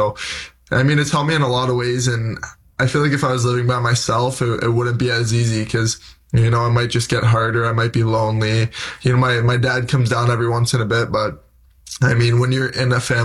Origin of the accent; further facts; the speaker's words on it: Stony Creek, Ontario, Canada; Stony Creek, so just outside Hamilton. So okay. My dad's always saying, you know, we're from Stony Creek. Winona is actually the spot, but Stony Creek, and I mean, it's just outside Hamilton. So I played on the Hamilton Junior Bulldogs growing up.